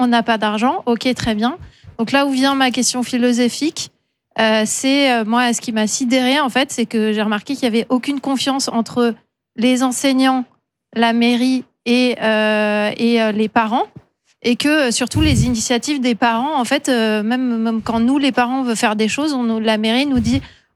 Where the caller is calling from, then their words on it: Tours, Centre-Val de Loire, France; J'habite à Tours, donc il y a une mairie écolo-socialiste, mais... Et je suis dans un quartier aisé